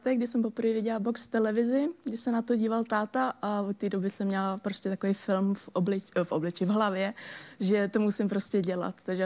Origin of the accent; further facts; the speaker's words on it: Děčín, Ústí nad Labem Region, Czechia; A ještě jsem vlastně z Děčína, z malého městečka, že jo